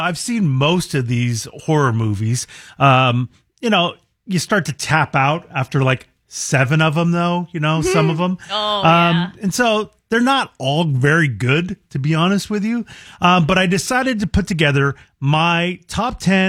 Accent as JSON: {"language": "English", "country": "United States", "said": "Well, I'm Native American, so that term you just used, I don't even appreciate."}